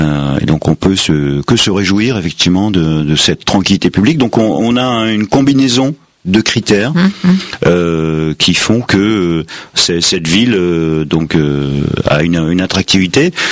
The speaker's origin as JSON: {"language": "French", "region": "Auvergne-Rhône-Alpes", "country": "France", "tie": "born or raised there", "moved": "yes", "said": "moi, je suis originaire de la Drôme provençale, et donc quand j'étais en sixième, je prenais le bus à 7h15 pour aller au collège"}